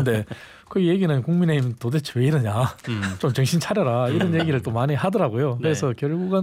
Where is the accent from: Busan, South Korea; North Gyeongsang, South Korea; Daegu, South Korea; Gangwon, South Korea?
Daegu, South Korea; moved away; 제가 대구가 고향이다 보니까